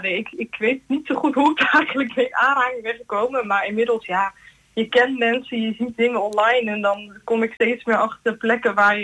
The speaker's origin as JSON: {"language": "Dutch", "town": "Deventer", "region": "Overijssel", "country": "Netherlands", "said": "ik kom uit Deventer."}